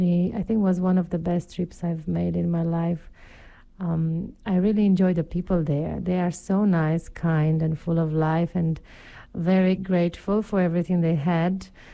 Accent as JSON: {"language": "English", "country": "Romania", "said": "from Romania"}